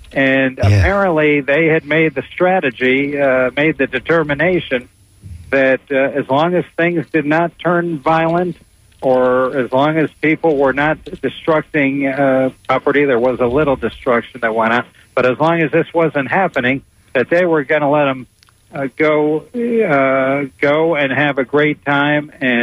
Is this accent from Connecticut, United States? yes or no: yes; Connecticut, United States; I'm from Connecticut originally, and when they won their first title in 1970, we were huge Knicks fans.